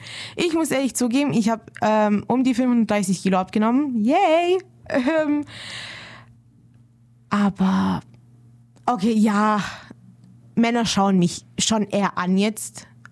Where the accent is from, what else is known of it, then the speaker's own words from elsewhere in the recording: Romania; moved away; ich komme aus dem Balkan, ich komme aus Rumänien.